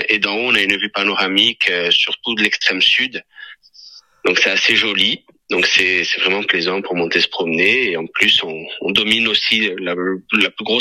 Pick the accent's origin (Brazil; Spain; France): France; Corsica; j'ai 33 ans. Je suis originaire de Serralisco-Pamen dans l'Alta Rocque.